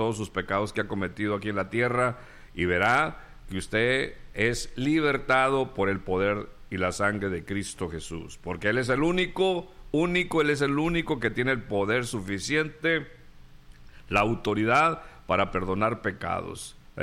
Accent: Río Bravo, Tamaulipas, Mexico; Así fui criado yo ahí en Tamaulipas, ahí en Río Bravo, ¿eh? Todas las mañanas mis papitas con huevo, choricito con huevo, o frijolitos con huevo cuando no había más

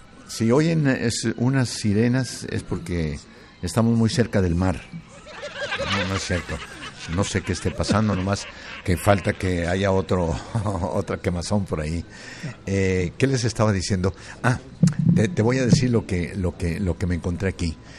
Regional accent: Tlaltenango, Zacatecas, Mexico; moved away; De Tlaltenango, mi pueblo, me están saludando.

